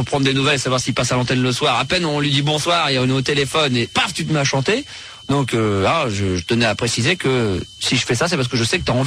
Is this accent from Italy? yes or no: yes; Italy; Genre, je suis italienne, donc je dois être jalouse et possessive.